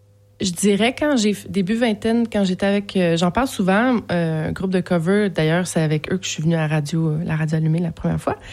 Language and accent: French; Quebec, Canada; on vient du Québec